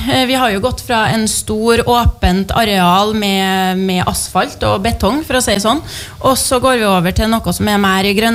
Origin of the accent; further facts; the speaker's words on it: Verdal, Trøndelag, Norway; jeg er nordtjønner, jeg er fra Verdalen.